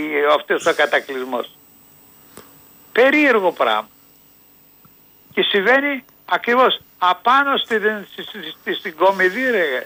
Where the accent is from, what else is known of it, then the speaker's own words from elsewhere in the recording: Drama, Eastern Macedonia and Thrace, Greece; born there; Το 1938 που γεννήθηκα στη Δράμα. Ο πατέρας μου ήταν αξιωματικός, μετετέθη από την Αθήνα στη Δράμα. Η μητέρα μου ήταν έγκυος σε μένα και γεννήθηκα στη Δράμα.